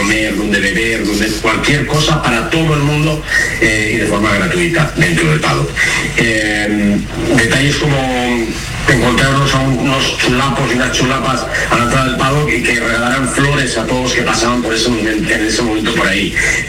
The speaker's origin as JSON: {"language": "Spanish", "country": "Spain", "said": "como españoles debemos sentirnos tremendamente orgullosos."}